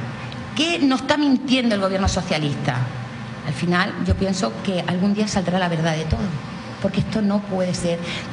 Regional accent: Melilla, Spain; born there; Yo nací en Melilla, entonces conozco muy bien lo que es Ceuta.

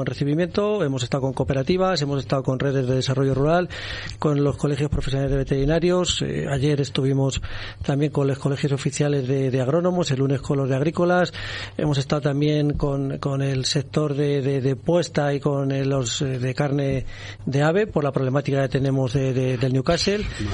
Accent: Arévalo, Castile and León, Spain; also born or lived in Ávila; nosotros arévales. Somos de la Moraña, somos de Arévalo, bueno, pues tenemos más relación quizá con las provincias, con el sur de Valladolid, con Segovia, con Salamanca

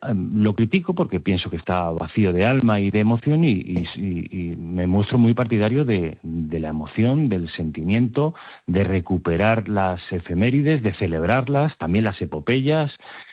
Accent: Spain

